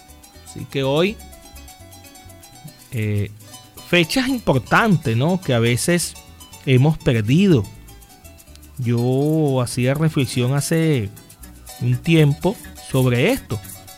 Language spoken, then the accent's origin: Spanish; Venezuela; born there; nosotros somos venezolanos, llevamos sangre venezolana, nacimos aquí